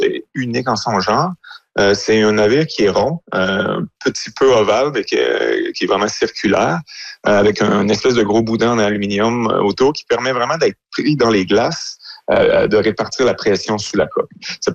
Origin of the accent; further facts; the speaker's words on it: Quebec, Canada; Ah oui, moi, je viens de l'Abitibi, donc je suis habitué